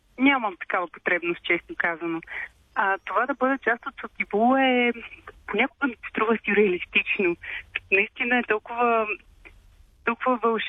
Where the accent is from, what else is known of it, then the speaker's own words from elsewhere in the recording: Silistra, Silistra Province, Bulgaria; когато танцувах класически балет в моя роден град Силистра.